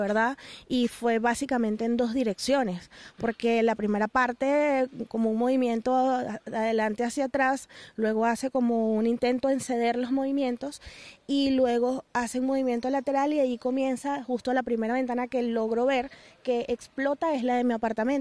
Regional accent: Caracas, Capital District, Venezuela; no soy de acá, oriunda de la capital

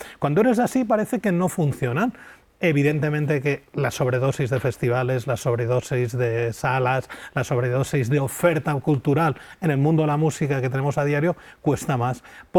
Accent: L'Ametlla del Vallès, Catalonia, Spain; moved away; del pequeño pueblo donde soy originario, Lambella del Vallès

